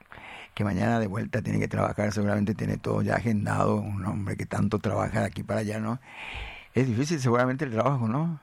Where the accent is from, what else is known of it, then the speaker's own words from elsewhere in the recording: Paraguay; somos realmente paraguayos